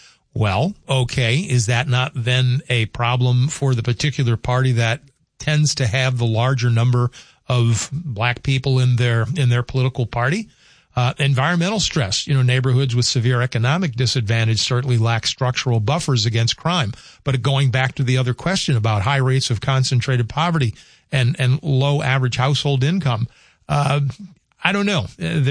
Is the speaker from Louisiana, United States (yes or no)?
yes; New Orleans, Louisiana, United States; Yeah, growing up in New Orleans was certainly a different experience from the rest of the Deep South.